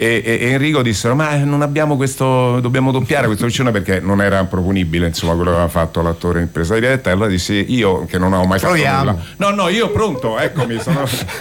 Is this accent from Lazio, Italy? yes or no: yes; Rome, Lazio, Italy; uno è romano, come sono io, e che parlando con voi si sente che sono romano